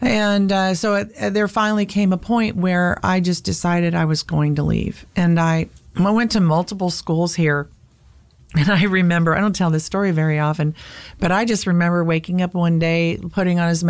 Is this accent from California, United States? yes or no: yes; San Diego, California, United States; And then I grew up in San Diego.